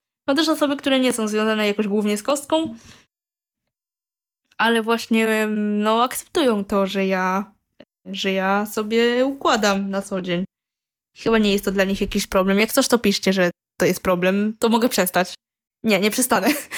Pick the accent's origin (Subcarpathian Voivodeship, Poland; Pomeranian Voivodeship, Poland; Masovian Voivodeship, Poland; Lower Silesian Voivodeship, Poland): Masovian Voivodeship, Poland; Warsaw; born there; Mieszkam tutaj w Warszawie sobie w centrum i co tam jeszcze? Ja jestem Polką, tylko moi rodzice są Wietnamczykami i urodziłam się tutaj w Polsce, dlatego też mój polski język też no, nie jest na złym poziomie. Wietnamski jest na złym, ale jest jakiś taki.